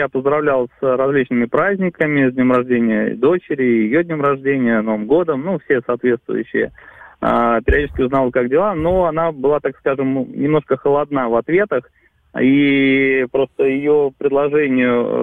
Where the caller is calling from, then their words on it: Saint Petersburg, Russia; с Санкт-Петербурга.